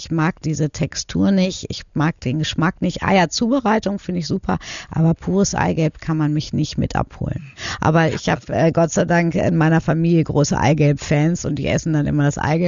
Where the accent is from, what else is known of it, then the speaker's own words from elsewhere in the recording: Paderborn, North Rhine-Westphalia, Germany; born there; ich bin in Paderborn zur Schule gegangen